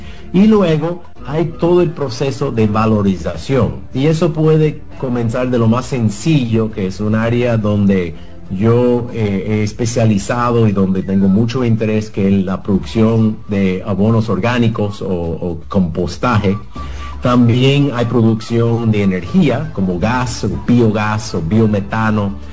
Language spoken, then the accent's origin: Spanish; Dominican Republic; Entonces realmente tenemos que comenzar a visualizar cómo como sociedad dominicana podemos transformar un reto en una gran oportunidad.